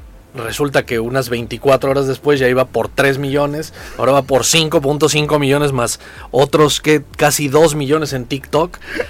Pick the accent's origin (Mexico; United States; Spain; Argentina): Mexico; Colima; ¿de dónde vienes? Yo, de Colima, ¿no?